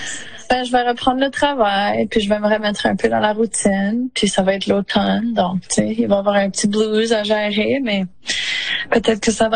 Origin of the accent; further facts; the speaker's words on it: Saskatchewan, Canada; c'est sûr que j'ai un accent quand je suis au Québec, mais c'est aussi vrai pour l'opposé. Tu sais, quand les gens viennent en Saskatchewan, ils ont aussi un accent.